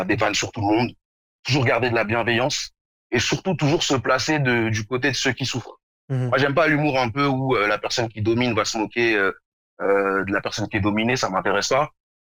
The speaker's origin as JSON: {"language": "French", "country": "Morocco", "said": "parce que moi, je suis marocain, mais je suis aussi noir. Et donc, je vis la double identité à la fois de noir et à la fois de marocain."}